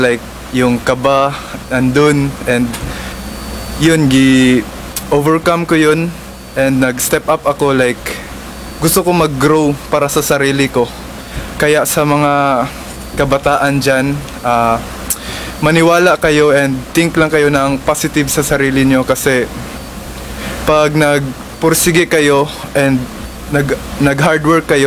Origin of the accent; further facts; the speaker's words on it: Makilala, Soccsksargen, Philippines; yung mayor namin sa Makilala